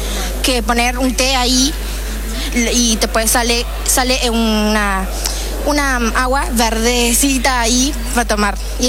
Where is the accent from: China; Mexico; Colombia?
China; Chengdu, Sichuan; Spanish is a second language; moved away as an adult; now in Uruguay; Soy de China, de centro, o sea, L, donde hay panda ahí. O sea, en chino el nombre de la ciudad es Chengdu.